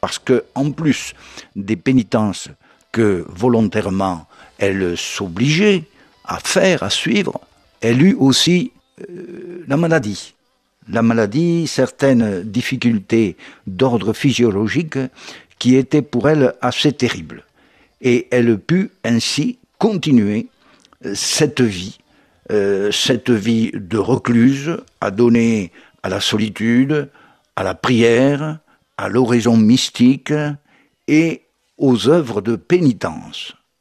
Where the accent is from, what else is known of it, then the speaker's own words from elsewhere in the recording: France; Elle est quand même moins connue chez nous en France.